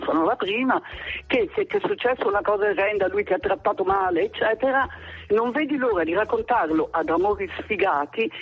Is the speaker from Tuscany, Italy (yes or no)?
yes; Tuscany, Italy; Io sono toscana di origine